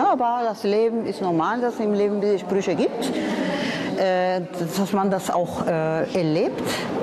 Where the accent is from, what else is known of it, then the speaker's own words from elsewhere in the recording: Cuba; Also in Kuba war ich in einer Schule, in einer normalen Schule, sagen wir mal in dem gemischt mit normalem Unterricht